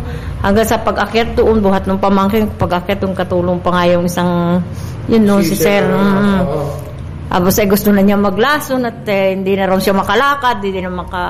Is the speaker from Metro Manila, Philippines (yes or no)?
no; Lopez, Calabarzon, Philippines; Del Pilar, dito sa Lopez.